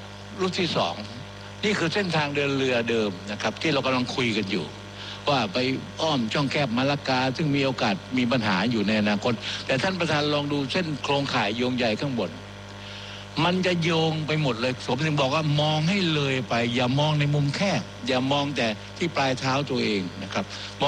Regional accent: Southern Thailand, Thailand; ผมเป็นคนภาคใต้

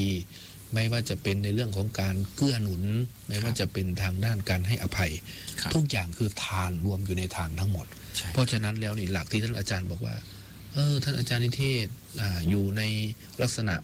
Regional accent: Isan, Thailand; แน่นอนเราเป็นลูกอีสานนะอาจารย์เนาะอาจารย์ก็เป็นลูกอีสาน

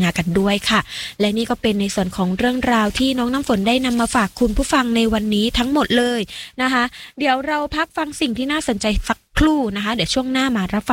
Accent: Southern Thailand, Thailand; ก็ถือเป็นความภาคภูมิใจที่เราพี่น้องชาวคนใต้นะคะ

